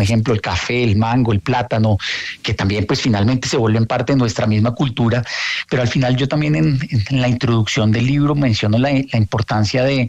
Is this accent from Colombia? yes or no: yes; Colombia; como colombianos pues tenemos que aprender a valorarlo más